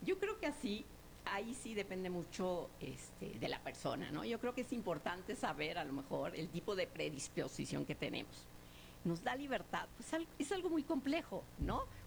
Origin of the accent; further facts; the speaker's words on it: Mexico; la gran mayoría somos mestizos mexicanos.